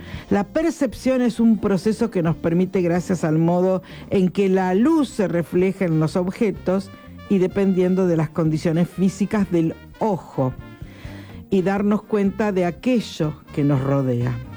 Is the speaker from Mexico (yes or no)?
no; Argentina; nos identifica como argentinos.